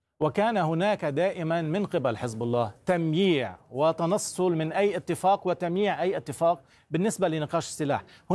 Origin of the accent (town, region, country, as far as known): Lebanon